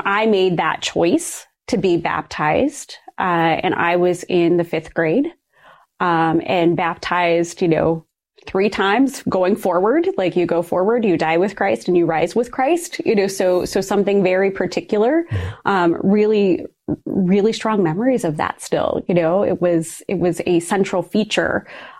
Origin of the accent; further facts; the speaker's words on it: Ohio, United States; So I grew up in a very rural part of Ohio, and my family, we were church goers.